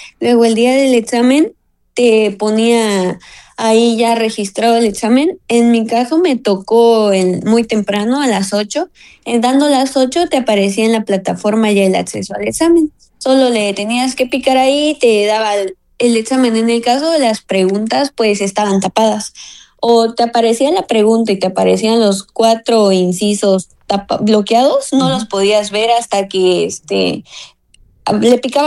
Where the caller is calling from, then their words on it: Chiapas, Mexico; soy del estado de Chiapas.